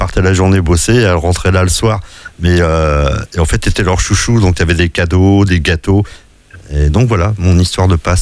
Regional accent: Toulon, Provence-Alpes-Côte d'Azur, France; j'habitais à Toulon

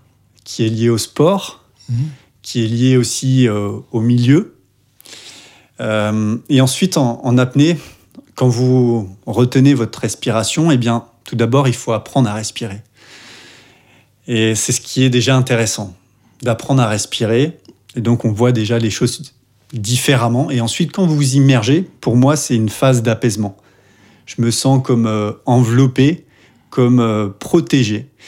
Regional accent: Saint-Malo, Brittany, France; moved away as an adult; now in Le Conquet, France; je suis originaire de Saint-Malo.

